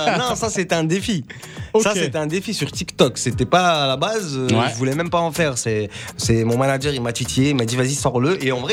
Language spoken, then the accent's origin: French; Tunisia; moi je suis tunisien comme je t'ai dit tout à l'heure.